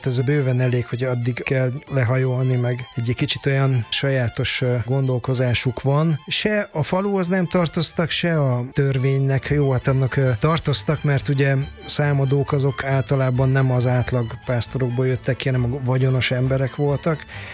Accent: Szeged, Csongrád-Csanád, Hungary; Én ugye szegedi vagyok

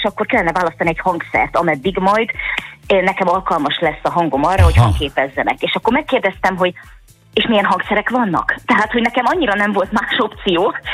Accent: Szentes, Csongrád-Csanád, Hungary; én szentesi születésű vagyok

